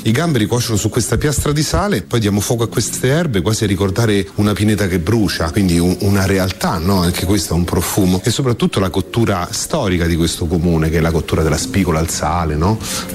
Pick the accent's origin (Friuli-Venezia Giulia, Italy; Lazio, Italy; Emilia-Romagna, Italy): Lazio, Italy; Fiumicino; born there; moved away; Fiumicino è la mia casa, io sono nato a Fiumicino, sono nato a 100 metri dal mio ristorante, ma sono tornato dopo un po' di anni, quindi per me Fiumicino è anche la riscoperta di un territorio, è un posto incredibile, abbiamo l'aeroporto, abbiamo il mare